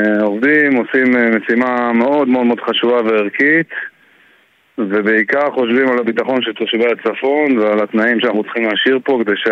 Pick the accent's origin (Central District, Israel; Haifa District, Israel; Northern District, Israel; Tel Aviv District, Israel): Northern District, Israel; Kiryat Shmona; now in Kibbutz HaGoshrim, Israel; אני במקור מקריית שמונה, וגר בקיבוץ הגושרים.